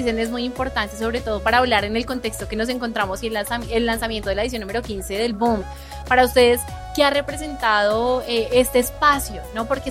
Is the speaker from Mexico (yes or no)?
no; Colombia; De la sierra que nos reúne a nosotros como colombianos.